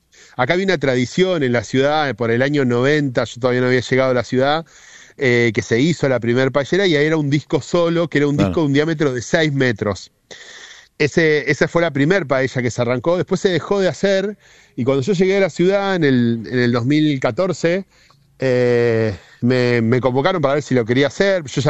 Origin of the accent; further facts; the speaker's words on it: Azul, Buenos Aires Province, Argentina; moved away as an adult; also born or lived in Rosario, Argentina; now in Ushuaia, Argentina; yo soy de Azul, provincia de Buenos Aires, y nada, vengo, me crié en el campo, y bueno, a los 18 me fui a Buenos Aires a formar en gastronomía